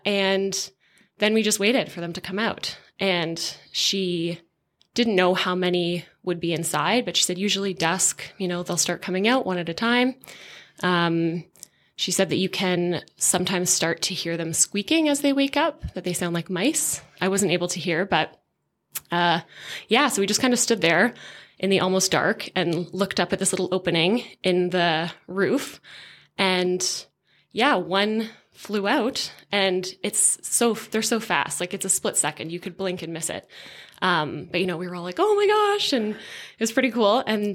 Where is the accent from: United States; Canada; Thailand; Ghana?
Canada; Hamilton, Ontario; In Southern Ontario, in Hamilton.